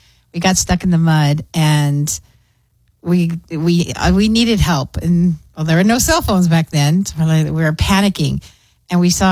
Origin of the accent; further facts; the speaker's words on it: Clint, Texas, United States; growing up in Clint, these are people that we have known our entire childhood.